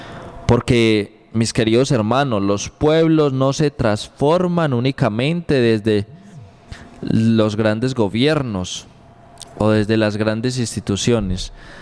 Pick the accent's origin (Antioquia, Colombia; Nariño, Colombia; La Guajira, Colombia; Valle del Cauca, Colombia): Antioquia, Colombia; a unirnos como pueblo antioqueño, no solo ayudar a nuestra Antioquia